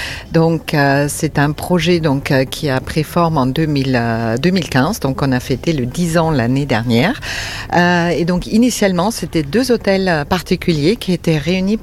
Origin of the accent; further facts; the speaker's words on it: Austria; French is a second language; moved away as an adult; also born or lived in Paris, France; now in Toulouse, France; Alors moi, je suis à Toulouse, donc j'ai toujours fait l'hôtellerie. Je suis originaire d'Autriche, où j'ai fait une école hôtelière. Je suis arrivée en France, on va dire, dans les années 92 à peu près. J'ai travaillé pendant longtemps à Paris